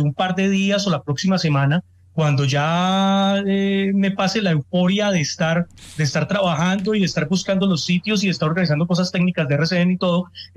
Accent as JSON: {"language": "Spanish", "town": "Pereira", "region": "Risaralda", "country": "Colombia", "said": "Y bueno, yo soy de Pereira y les cuento que me perdí llegando al sitio para donde iba, que era la casa de mis tíos."}